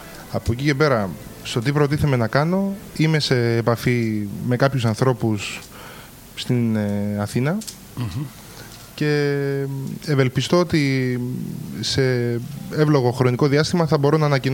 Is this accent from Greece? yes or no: no; Limassol, Limassol District, Cyprus; Η καταγωγή μου είμαι από την Κύπρο.